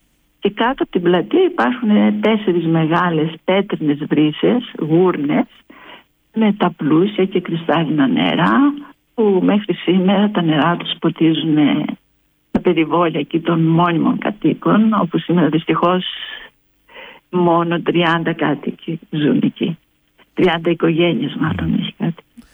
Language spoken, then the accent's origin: Greek; Thebes, Central Greece, Greece; moved away as an adult; now in Magoulia, Greece; Εγώ είμαι από τη Θήβα.